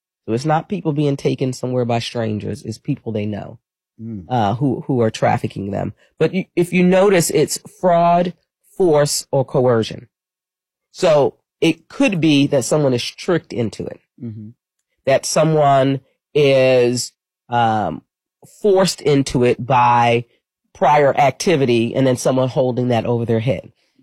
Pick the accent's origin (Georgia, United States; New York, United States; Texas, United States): New York, United States; I'm a New Yorker. Mm-hmm. Been here for 32 years, but I'm still a New Yorker. Grew up in Queens, New York, and family of law enforcement folks.